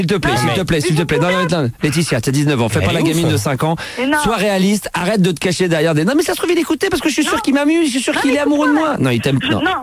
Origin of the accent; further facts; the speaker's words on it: Italy; Genre je suis italienne, donc je dois être jalouse et possessive.